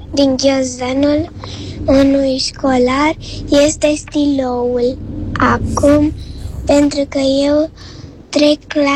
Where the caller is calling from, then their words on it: Bucharest, Romania; din București, am 7 ani.